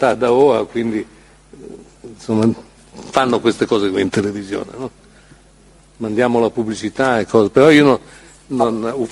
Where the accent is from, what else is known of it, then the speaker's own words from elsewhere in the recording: Turin, Piedmont, Italy; born there; io siccome sono piemontese, sono torinese di nascita, eccetera, e conosco quella zona abbastanza bene